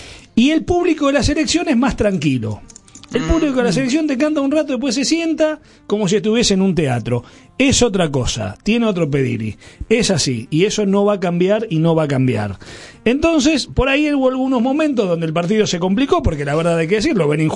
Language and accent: Spanish; Argentina; somos Argentina